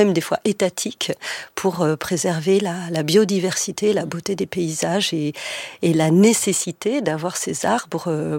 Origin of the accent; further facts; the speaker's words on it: Bourgogne-Franche-Comté, France; now in Paris, France; moi qui suis à Paris pour mon travail, donc d'éditrice depuis maintenant 25 ans, je me sens toujours une provinciale et particulièrement une fille du Morvan et des forêts.